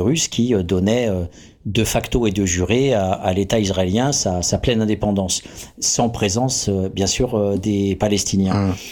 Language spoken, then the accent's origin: French; France; je suis français